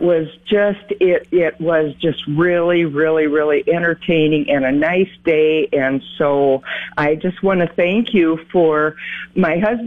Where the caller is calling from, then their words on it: Sioux Center, Iowa, United States; from Sioux Center, Iowa.